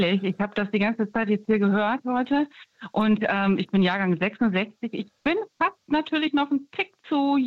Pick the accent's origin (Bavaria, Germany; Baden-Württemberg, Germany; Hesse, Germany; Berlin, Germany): Baden-Württemberg, Germany; Stuttgart; Ich komme tatsächlich, ich bin aufgewachsen in Stuttgart.